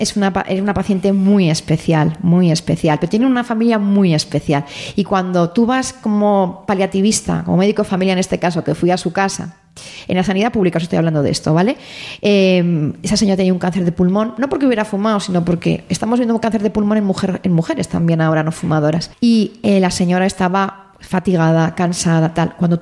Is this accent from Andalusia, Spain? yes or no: no; Zaragoza, Aragon, Spain; las jornadas fueron en Zaragoza, en mi tierra